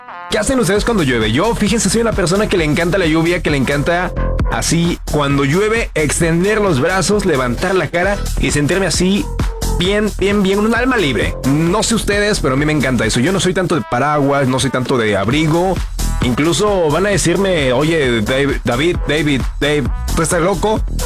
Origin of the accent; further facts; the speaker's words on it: Puebla, Mexico; una tormenta allá en Puebla, allá en su casa de donde soy originario, se voló una lámina bien loco.